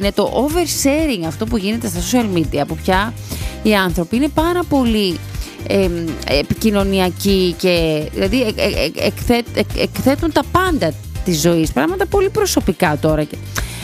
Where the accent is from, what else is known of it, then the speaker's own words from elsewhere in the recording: Aigio, West Greece, Greece; στο χωριό μου εκεί, στην Ντούσα, στο Αίγιο.